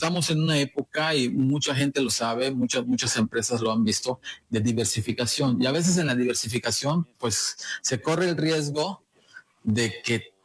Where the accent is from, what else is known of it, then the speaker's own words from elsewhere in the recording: Yucatán, Mexico; Los que somos yucatecos